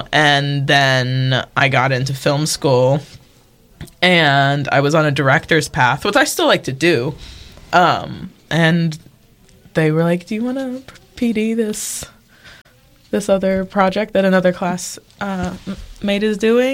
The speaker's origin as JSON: {"language": "English", "region": "Kentucky", "country": "United States", "tie": "born or raised there", "said": "I grew up in Kentucky"}